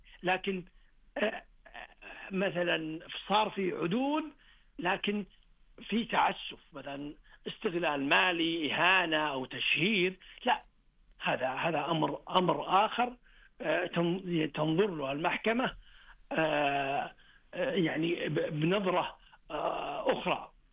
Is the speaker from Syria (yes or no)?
no; Saudi Arabia; طريقة العدول الرقي كمسلمين كعرب كسعوديين